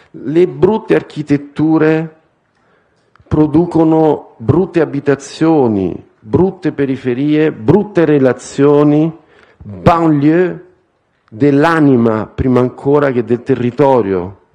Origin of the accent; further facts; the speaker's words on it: Rome, Lazio, Italy; vi parlo da romano